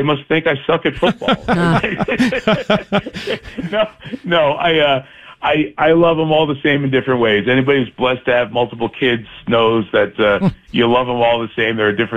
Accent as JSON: {"language": "English", "region": "New York", "country": "United States", "tie": "born or raised there", "moved": "yes", "lives_now": "Michigan, United States", "said": "I grew up a Mets fan, so that's my National League team growing up in New York, so... I always like to see, quote, the underdogs, if you will, and especially living in the Midwest."}